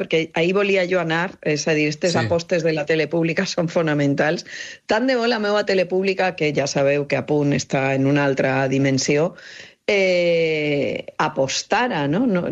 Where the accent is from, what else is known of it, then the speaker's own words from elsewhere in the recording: Valencian Community, Spain; accent: Valencian; com que soc de València, jo porto molts anys treballant per a mitjans en català, com esta casa, com TV3, amb Catalunya Ràdio, etc. I, clar, la gent no s'ho creu, però, clar, a mi mai, jo no parle un català pur